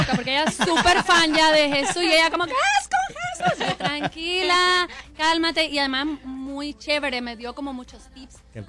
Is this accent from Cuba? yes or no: yes; Cuba; moved away; En Cuba también lo había, en mi provincia, en el centro, porque en cada parte, tú sabes que el lugar tiene como su diferente música, y de donde yo soy, son muy de tríos, muy de rancheras, y eso es lo que se escuchaba en esa parte específicamente de Cuba